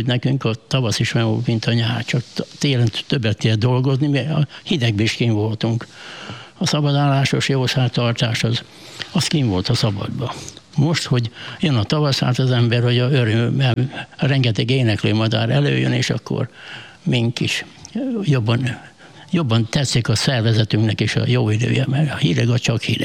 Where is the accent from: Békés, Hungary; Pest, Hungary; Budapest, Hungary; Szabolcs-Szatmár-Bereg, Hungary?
Békés, Hungary; Dévaványa; Igen, ezen részen születtem, itt volt a dédnagyapámnak a tanyáire, vagy 600 méter körülbelül most vagyunk.